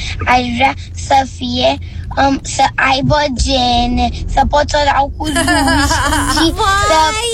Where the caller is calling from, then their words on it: Bucharest, Romania; Eu sunt mai am 6 ani. Sunt din București